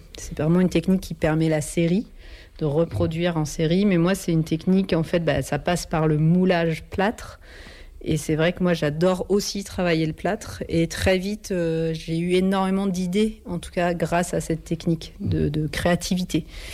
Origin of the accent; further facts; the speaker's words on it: Reims, Grand Est, France; moi, je suis originaire de Reims.